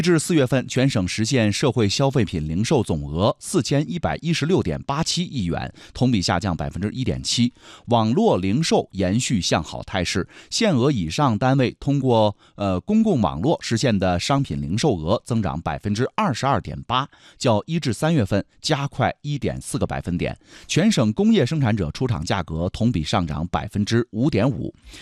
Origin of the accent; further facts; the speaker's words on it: Yunnan, China; 咱们云南人的专属哨声响了啊！